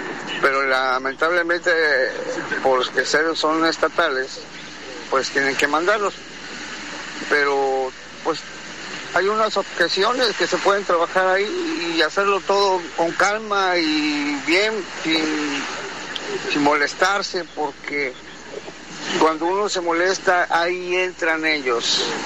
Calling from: Mexico; todos somos mexicanos.

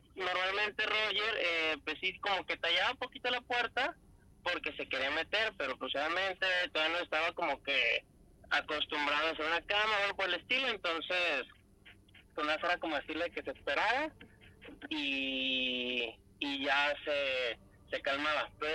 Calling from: Zapopan, Jalisco, Mexico; De Zapopan.

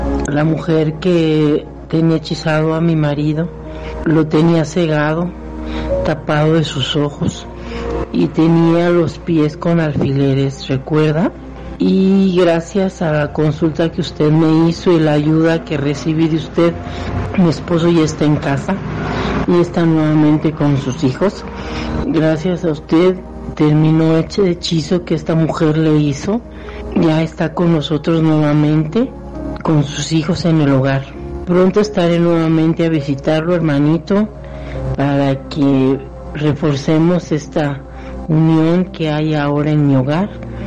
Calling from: Ecatepec, State of Mexico, Mexico; vivo en Ecatepec.

